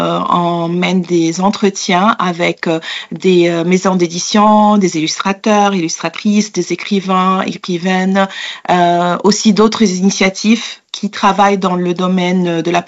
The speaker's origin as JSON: {"language": "French", "country": "Egypt", "tie": "born or raised there", "moved": "as an adult", "lives_now": "Paris, France", "said": "J'ai grandi en Égypte et ça fait une quinzaine d'années que je suis installée à Paris, en France, en raison de travail de mon conjoint."}